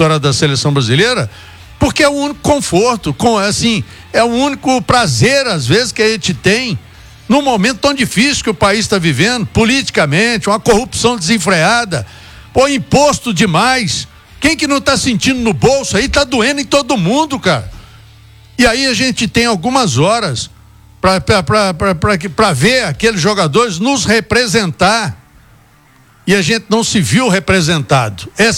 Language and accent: Portuguese; Brazil; Eu sou brasileiro